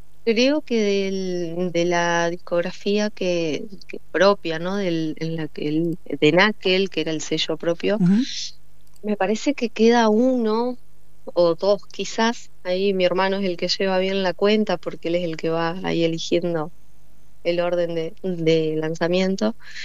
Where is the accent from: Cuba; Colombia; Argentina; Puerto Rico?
Argentina